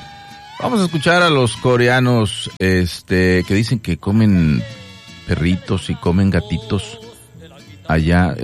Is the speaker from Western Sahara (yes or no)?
no; Mexico